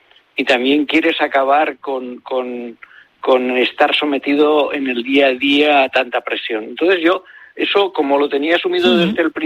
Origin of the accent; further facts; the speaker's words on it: Cantavieja, Aragon, Spain; Yo estaba estudiando en Teruel, en una residencia de estudiantes, porque soy un pobrecito de Cantavieja.